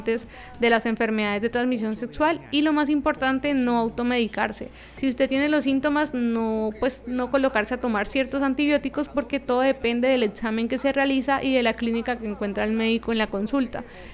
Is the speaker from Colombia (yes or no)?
yes; Bogotá, Colombia